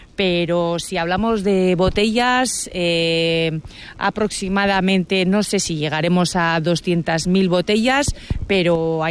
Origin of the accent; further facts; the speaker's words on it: Basque Country, Spain; como somos los vascos.